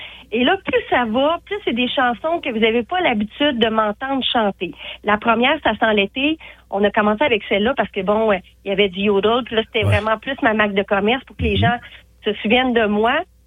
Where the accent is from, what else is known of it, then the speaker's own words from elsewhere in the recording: Saint-Tite, Quebec, Canada; Et bien sûr, mon lancement va se faire le 11 septembre prochain à Saint-Tite, là, dans ma ville natale